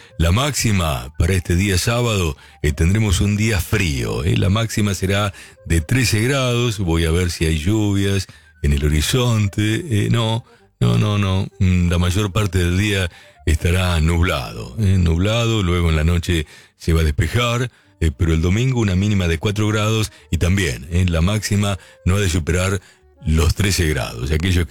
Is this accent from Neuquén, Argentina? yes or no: no; Lincoln, Buenos Aires Province, Argentina; born there; now in Buenos Aires, Argentina; Sí, yo nací allí en Lincoln. Me fui hace muchos años, pero siempre estoy llegando. Siempre estoy volviendo porque me han quedado mis viejos allí.